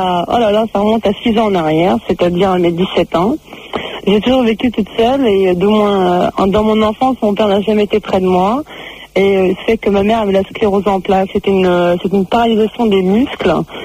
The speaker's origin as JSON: {"language": "French", "country": "Turkey", "said": "C'était d'origine, je suis turque, et j'étais en vacances, et on est revenu, plus de père, plus personne."}